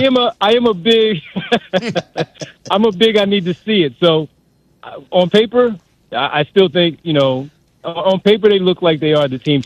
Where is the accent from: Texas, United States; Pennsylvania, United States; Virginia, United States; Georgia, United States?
Pennsylvania, United States; Philadelphia; even though I'm a Philadelphian.